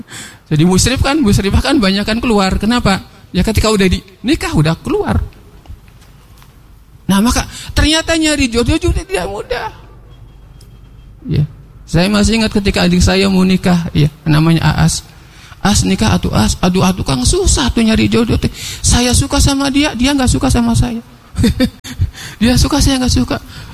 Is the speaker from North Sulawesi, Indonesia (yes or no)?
no; Indramayu, West Java, Indonesia; Walaupun saya orang Indramayu, dapat beasiswa orang Bandung gitu ya, alhamdulillah.